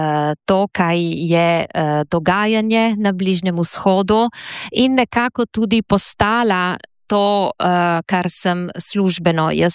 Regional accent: Friuli-Venezia Giulia, Italy; moved away as an adult; also born or lived in Padua, Italy / Rome, Italy; Izhajam iz Goriških Brd, iz zelo slovenske družine v Italiji. Ob koncu šole sem, čeprav sem bila zelo, zelo povezana, vključena v slovensko manjšino, se odločila, da bom šla študirati najprej v Padovo in potem v Rim

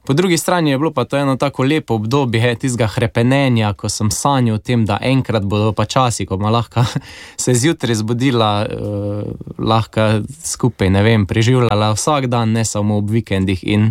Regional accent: Velenje, Savinjska, Slovenia; also born or lived in Maribor; now in Mozirje, Slovenia; odraščala sva v Velenju, potem sva 8 let preživela v Mariboru kot študenta, pa potem na začetku pač karierne poti, potem smo se pa preselili nazaj v rodni kraj

